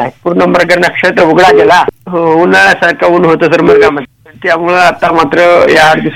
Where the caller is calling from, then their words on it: Khandgaon, Maharashtra, India; खंडगाव तालुका, नायगाव जिल्हा, नांदेड।